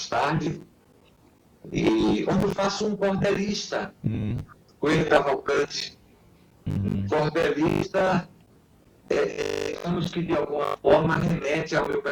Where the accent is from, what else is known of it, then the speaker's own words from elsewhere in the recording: London, United Kingdom; now in Brazil; porque eu venho de Londres para o interior do Nordeste do Brasil, né?